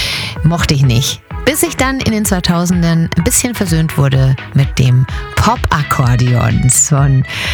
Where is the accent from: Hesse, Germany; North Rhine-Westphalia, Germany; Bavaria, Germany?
Bavaria, Germany; Ich bin ja in Bayern aufgewachsen